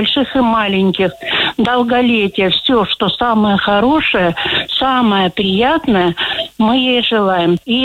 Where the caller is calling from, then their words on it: Pyatigorsk, Stavropol Krai, Russia; Я звоню вам из Пятигорска.